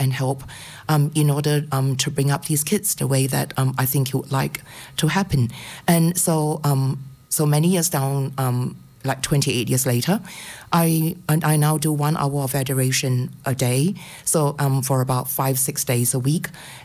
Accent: Singapore; moved away as an adult; now in Canberra, Australia; I grew up in Singapore, and I came to Australia in 1990. I pursued a postgraduate degree in economics at in the University of Sydney

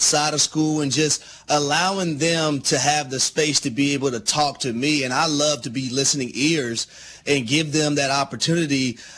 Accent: Jonesboro, Georgia, United States; we grew up in Jonesboro, Georgia, in Clayton County

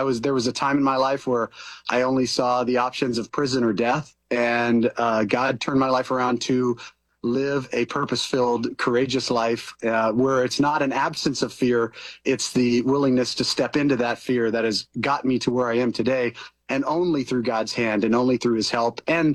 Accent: California, United States; I'm in California, where I grew up in the Sierra Nevada mountains before the state went to hell.

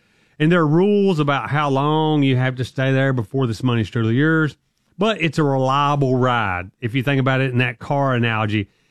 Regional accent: Alabama, United States; Now, we're from Alabama, so I'm going to go ahead and make fun of it.

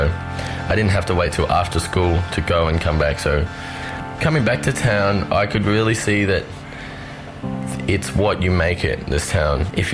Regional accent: Alice Springs, Northern Territory, Australia; also born or lived in China; I grew up in Alice Springs.

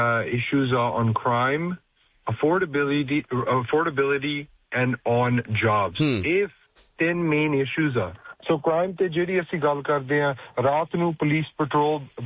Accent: Brampton, Ontario, Canada; ਮੈਂ ਬ੍ਰੈਂਪਟਨ, ਮੇਰੀ ਸਾਰੀ ਲਾਈਫ ਮੈਂ ਇੱਥੇ ਗਰੋ ਅਪ ਹੋਇਆ।

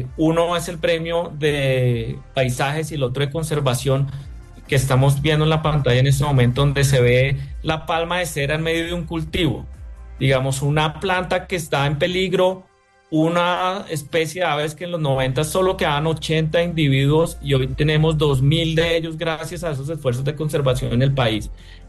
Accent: Colombia

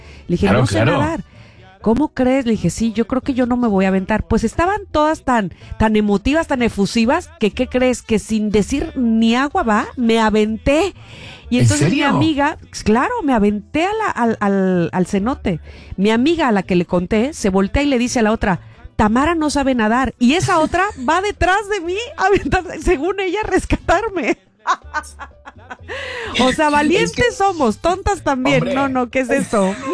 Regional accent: Veracruz, Mexico; Yo soy jarocha y no sé nadar.

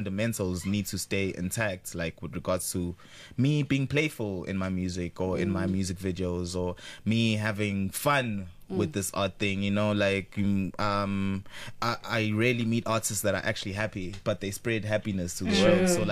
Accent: Empangeni, KwaZulu-Natal, South Africa; born there; So I guess I was born in Empangeni in KZN

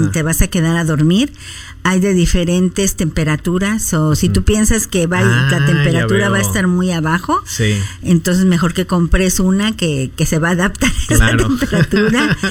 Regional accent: Mexico City, Mexico; yo crecí en la Ciudad de México, yo sé subirme a camiones y tomar el metro.

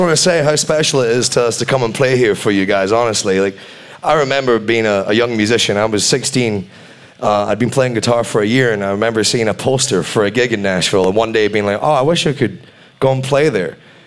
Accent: Edinburgh, Scotland, United Kingdom; We're from Edinburgh, Scotland, and there's not like a crazy amount of stuff going on, but there's loads, and there's loads of great stuff. It's just very hard to find.

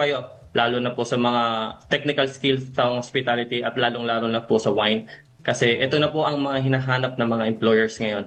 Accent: Bulacan, Central Luzon, Philippines; Dito po, sa Tigabulacan po ako.

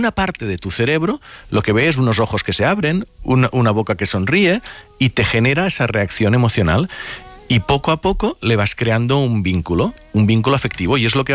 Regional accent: Catalonia, Spain

